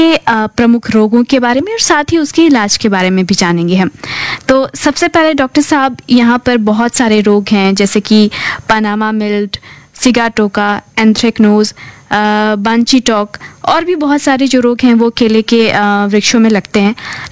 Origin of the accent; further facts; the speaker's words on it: Bihar, India; हम बिहारी हैं